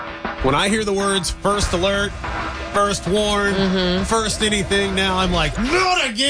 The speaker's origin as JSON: {"language": "English", "region": "Midwest", "country": "United States", "tie": "born or raised there", "said": "growing up in the Midwest, I understand this time of year."}